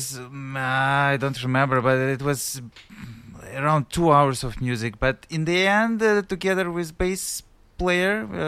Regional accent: Moscow, Russia; moved away; I lived in Moscow. Originally, I'm from Moscow

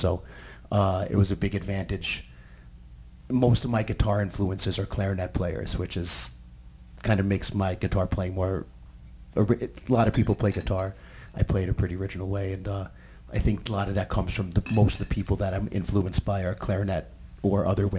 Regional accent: New York City, New York, United States; luckily growing up in New York City, I was able to play some Balkan weddings

